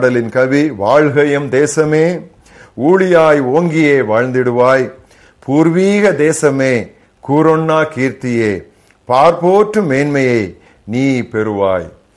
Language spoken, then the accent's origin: Tamil; India; நாம் குடியிருப்பது இந்தியாவில் தானே.